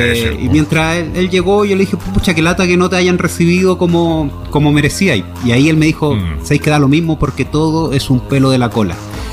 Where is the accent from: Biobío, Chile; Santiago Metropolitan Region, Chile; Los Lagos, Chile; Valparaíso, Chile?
Santiago Metropolitan Region, Chile; Santiago; yo soy de Santiago